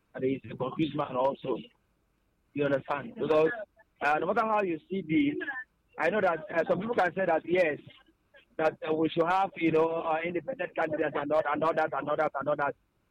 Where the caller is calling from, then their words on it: Enugu, Enugu State, Nigeria; I come from Enugu.